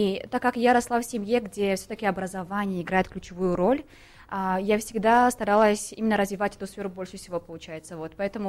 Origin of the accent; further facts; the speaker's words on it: Tajikistan; я думаю, что все-таки прежде всего я трудолюбивая таджичка. И я все время стараюсь просто развивать именно сферу образования в нашей стране